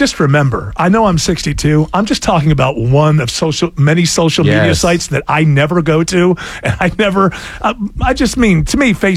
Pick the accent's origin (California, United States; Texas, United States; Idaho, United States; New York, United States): New York, United States